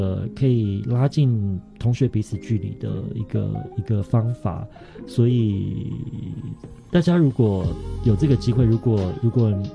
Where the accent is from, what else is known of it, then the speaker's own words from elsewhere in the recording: Xinpu, Hsinchu County, Taiwan; 所以我是很光荣的去介绍这件事情，也是很充满自信的去告诉大家我是新竹新埔的客家人。